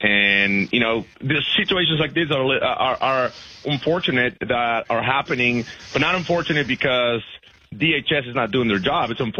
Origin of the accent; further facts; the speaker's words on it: Georgia, United States; I grew up in Georgia, you know, 30 years ago, I was growing up in Georgia